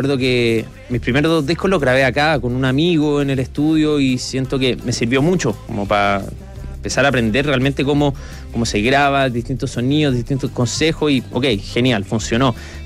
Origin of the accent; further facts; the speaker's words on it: Santiago, Santiago Metropolitan Region, Chile; Yo soy santiaguino, nacido y criado aquí en Santiago.